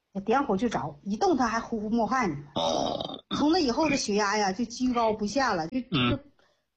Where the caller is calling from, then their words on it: Northeast China, China; 这我今年呢，就是68，我是东北的